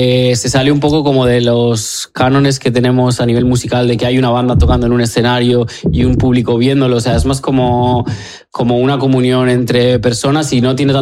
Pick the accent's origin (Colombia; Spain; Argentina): Spain; Vitoria-Gasteiz, Basque Country; nosotros que somos de Gasteiz.